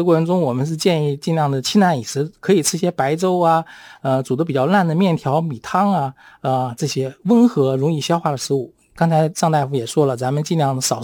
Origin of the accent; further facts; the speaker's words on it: China; 我们中国人有很多人是乳糖不耐受的